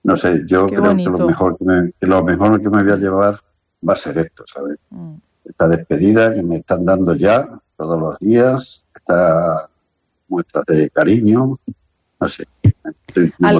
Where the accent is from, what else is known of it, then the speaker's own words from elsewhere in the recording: Extremadura, Spain; now in Llíria, Spain; Yo me siento extremeño, pero también miguelete, porque claro, 34 años tienen que dejarte algo, y más viviendo aquí